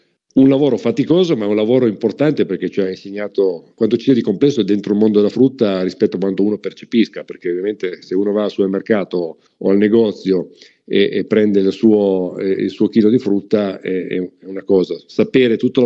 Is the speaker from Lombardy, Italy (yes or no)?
no; Turin, Piedmont, Italy; born there; mentre io sono nato a Torino, dove mio padre si era trasferito per svolgere l'attività appunto di commercio d'ingrosso.